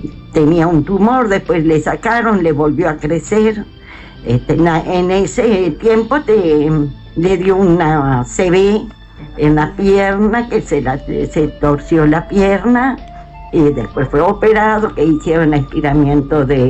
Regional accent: Fray Bentos, Río Negro, Uruguay; Sí, somos de acá de Fray Bento.

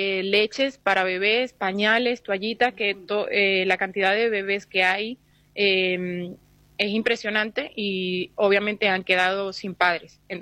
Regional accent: Caracas, Capital District, Venezuela; Bueno, mi familia, yo soy de Caracas, donde hubo grandes daños.

